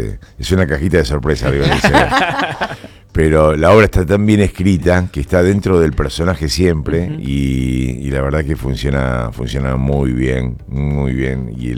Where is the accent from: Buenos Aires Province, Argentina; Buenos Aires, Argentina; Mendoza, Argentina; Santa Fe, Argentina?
Santa Fe, Argentina; Rosario; soy del interior, con mucho orgullo, soy santafesino, rosarino.